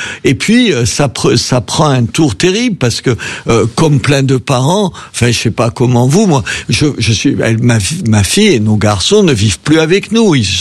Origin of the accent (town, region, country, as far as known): south of France, France